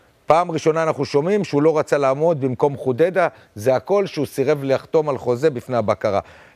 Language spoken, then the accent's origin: Hebrew; Hadera, Haifa District, Israel; ואני גדלתי בחדרה